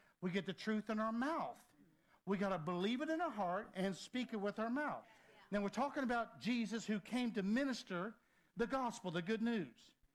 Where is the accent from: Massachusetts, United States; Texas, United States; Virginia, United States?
Virginia, United States; Helltown; I'm a preacher from Helltown, Virginia.